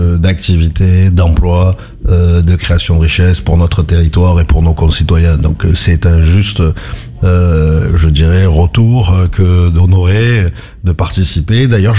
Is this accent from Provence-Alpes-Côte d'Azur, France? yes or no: yes; Marseille, Provence-Alpes-Côte d'Azur, France; en tant que Marseillais